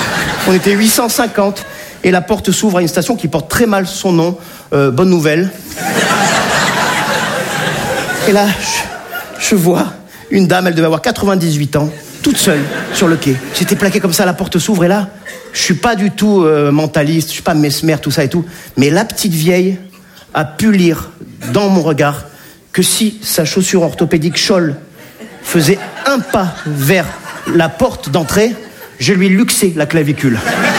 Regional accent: Nice, Provence-Alpes-Côte d'Azur, France; now in Paris, France; je suis niçois, je ne fais pas partie de ces sudistes qui tapent sur les Parisiens, pas du tout.

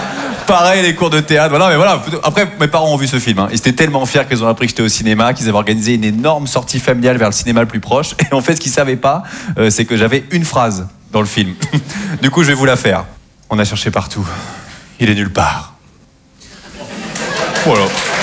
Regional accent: Normandy, France; parce que moi, je viens de Normandie, et j'ai eu beaucoup de mal avec les élèves du cours Florent.

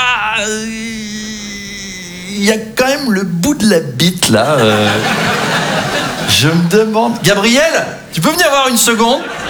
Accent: Versailles, Île-de-France, France; Moi, j'ai grandi à Versailles, hein, très très catholique comme environnement

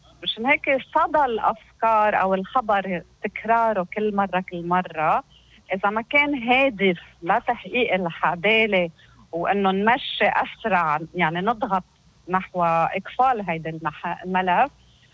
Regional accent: Lebanon; نحن كمواطنين لبنانيين

